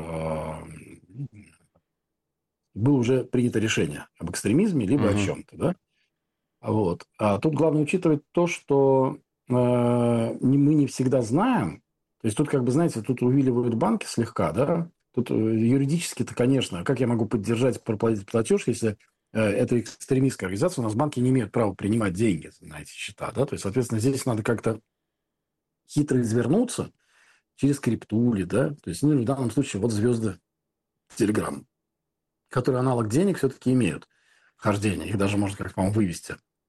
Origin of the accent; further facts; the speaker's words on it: Moscow, Russia; я москвич